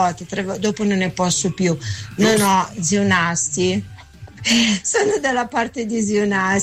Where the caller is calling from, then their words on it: Lugano, Ticino, Switzerland; da Lugano